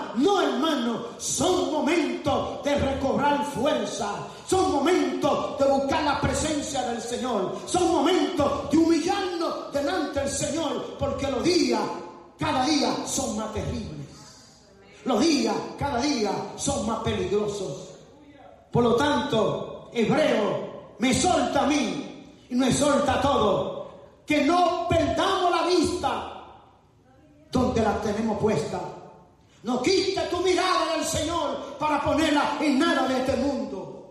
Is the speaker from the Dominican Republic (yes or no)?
yes; San Pedro de Macorís, Dominican Republic; moved away; Yo soy dominicano de San Pedro de Macorís, la parte este. Y en mi país vivíamos en campo.